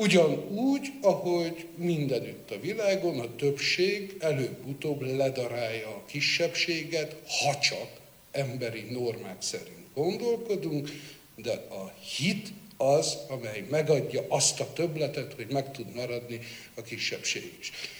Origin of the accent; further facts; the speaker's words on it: Székely Land, Romania; Én székelyföldi vagyok